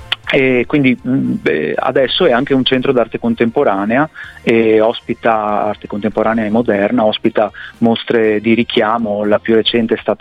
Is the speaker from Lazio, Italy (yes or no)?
no; Codroipo, Friuli-Venezia Giulia, Italy; noi guardando dalla nostra parte noi siamo di Cada Laghe, ma uno di Pordenone potrebbe dire la stessa cosa. Noi siamo insomma a metà strada, ripeto, fra Udine e Pordenone, e la città ha 16.000 abitanti, quindi una cittadina